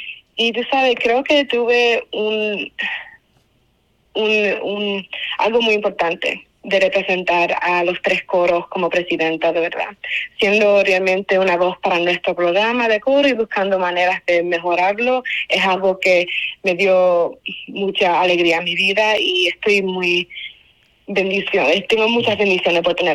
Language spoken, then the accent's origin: Spanish; Alicante, Valencian Community, Spain; Bueno, yo nací en España, yo nací en Alicante, pero mis dos padres son cubanos.